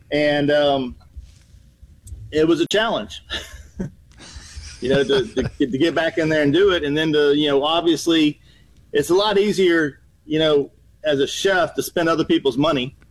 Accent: Hernando, Mississippi, United States; I'm from Hernando.

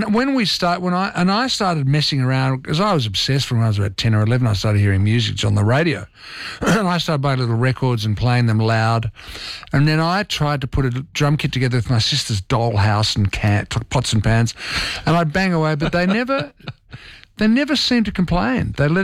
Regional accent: Lagos, Nigeria; born there; Yes, you are right. I was born in Lagos, Nigeria.

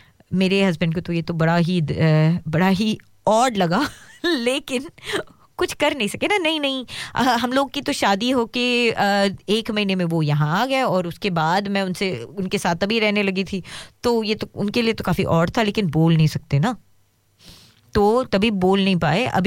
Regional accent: Mumbai, Maharashtra, India; moved away; कि भाई मैं तो बॉम्बे में पली बड़ी हूँ, इतनी आवाज़ में पली बड़ी हूँ.

